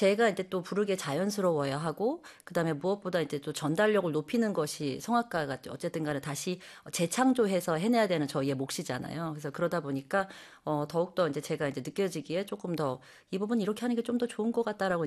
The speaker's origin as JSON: {"language": "Korean", "town": "Suwon", "region": "Gyeonggi Province", "country": "South Korea", "tie": "born or raised there", "first_language": "Korean", "moved": "as an adult", "lives_now": "France", "said": "저는 이제 수원 태생인데요."}